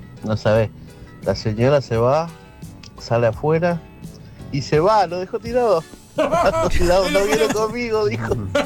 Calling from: Buenos Aires, Argentina; de Urquiza

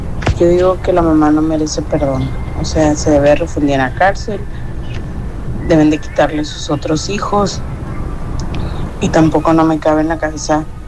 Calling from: Mexico; como mexicanos creo yo que somos muy chismosos

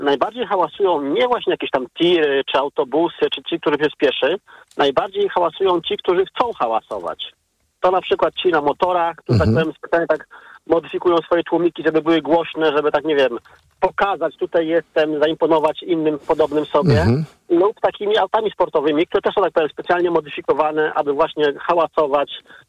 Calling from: Warsaw, Masovian Voivodeship, Poland; mieszkam koło ulicy Puławskiej

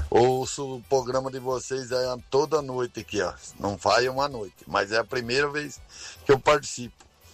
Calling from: Pederneiras, São Paulo, Brazil; Sou do interior de São Paulo aqui, lá de Pederneiras

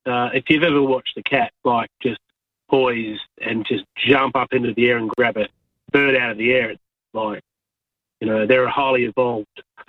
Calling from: Perth, Western Australia, Australia; Well, I'm calling from Perth, and I'm just on the creek here. Got the water running past me on the urban fringe in the Perth Hills.

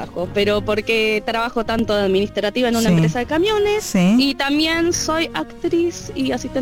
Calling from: Buenos Aires, Argentina; Yo de Villaluro

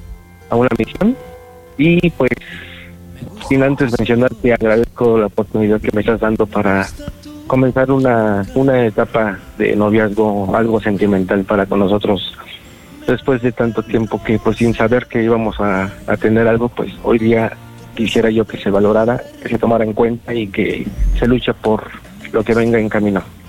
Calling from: Ixtapaluca, State of Mexico, Mexico; Yo vivo en Ixtapaluca, ahorita estoy en camino para la ciudad.

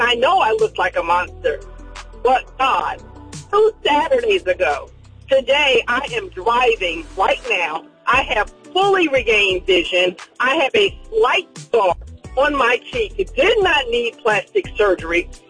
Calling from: Atlanta, Georgia, United States; I am calling from Atlanta.

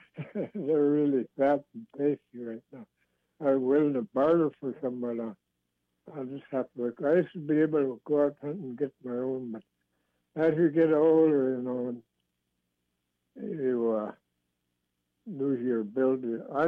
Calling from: Bethel, Alaska, United States; I'm from Bethel.

